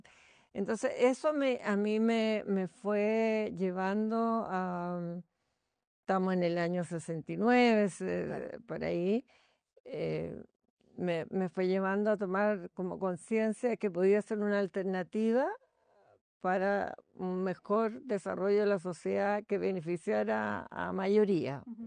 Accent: Valparaíso, Chile; born there; moved away as an adult; now in Santiago, Chile; yo vengo de la Quinta Región. Yo nazco ahí de una familia. Habíamos 7 hermanos y yo me había casado, me había venido a vivir a Santiago el año 71.

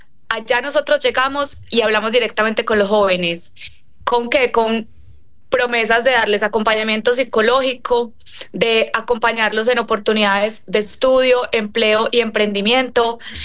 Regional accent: Medellín, Antioquia, Colombia; Cualquier persona que vivimos o que crecimos en Medellín

